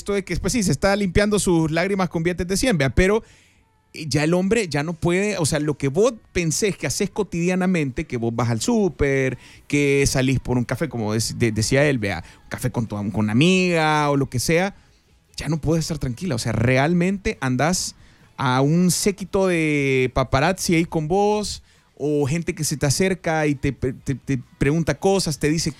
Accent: El Salvador; Sí, somos bien nostálgicos. Como salvadoreños diría yo que somos.

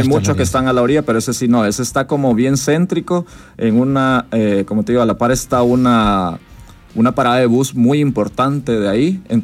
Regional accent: El Salvador; La mayoría de gente de la línea, por decir así, somos salvadoreños

